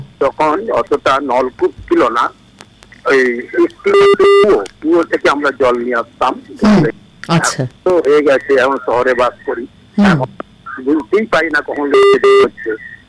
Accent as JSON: {"language": "Bangla", "area": "Bankura district", "region": "West Bengal", "country": "India", "tie": "born or raised there", "moved": "yes", "said": "এখানে যেহেতু আমরা গ্রামাঞ্চলে ছেলেবেলায় দেখেছি"}